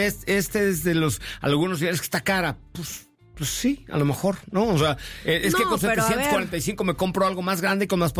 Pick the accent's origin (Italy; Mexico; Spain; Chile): Mexico; Mexico City; born there; Yo nací en la colonia Roma.